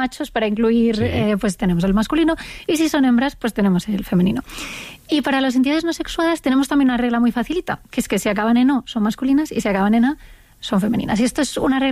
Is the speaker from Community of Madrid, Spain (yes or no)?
yes; Madrid, Community of Madrid, Spain; Yo soy más de Madrid que el lugar